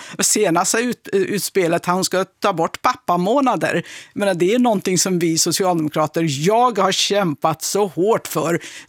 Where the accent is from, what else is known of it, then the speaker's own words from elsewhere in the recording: Sweden; Jag är muslim, jag är svensk. Och jag utövar min religion, men det som Mohammed Fazil Shami har sagt gång på gång, det är min islam.